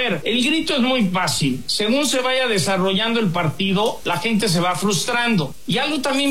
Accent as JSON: {"language": "Spanish", "country": "Mexico", "said": "Hoy en México sí se está vendiendo alcohol y tú sabes cómo somos los mexicanos"}